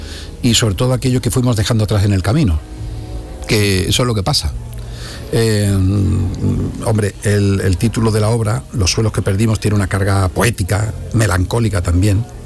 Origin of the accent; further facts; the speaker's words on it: Córdoba, Andalusia, Spain; Yo de Córdoba.